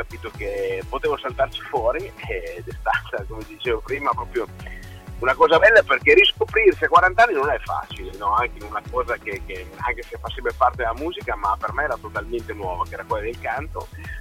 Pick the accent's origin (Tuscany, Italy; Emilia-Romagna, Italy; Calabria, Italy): Emilia-Romagna, Italy; Correggio; fondarono una delle prime balere dalle nostre parti qua in Emilia, e io e Luciano siamo cresciuti proprio da piccolissimi